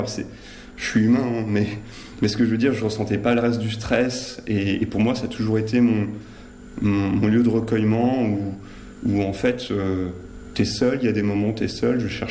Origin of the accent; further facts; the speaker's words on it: Normandy, France; born there; also born or lived in Hautes-Alpes; Alors je suis natif de Seine-Maritime, de Normandie. Mes parents ont été mutés dans les Hautes-Alpes.